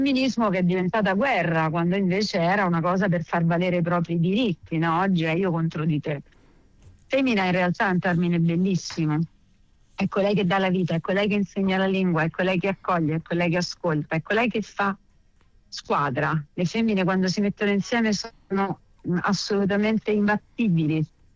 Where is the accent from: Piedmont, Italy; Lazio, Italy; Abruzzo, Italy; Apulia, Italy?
Lazio, Italy; Rome; io sono una randaggia, sono della Garbatella e sono veramente una ragazzina con gli artigli, ancora mi vedo così.